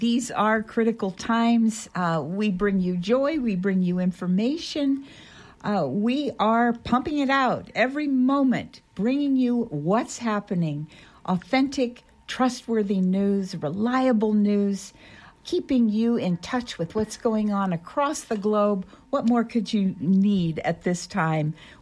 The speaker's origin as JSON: {"language": "English", "town": "San Francisco", "region": "California", "country": "United States", "tie": "born or raised there", "said": "Well, I'm over here feeling fairly authentic. I'm a native Californian."}